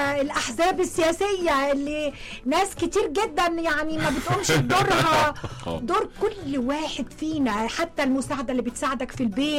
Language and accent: Arabic; Egypt; انا امراه مصريه